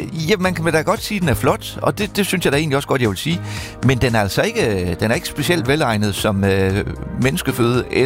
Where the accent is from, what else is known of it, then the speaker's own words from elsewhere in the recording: Saltum, North Denmark Region, Denmark; i skolekøkkenet hjemme på Saltum Centralskole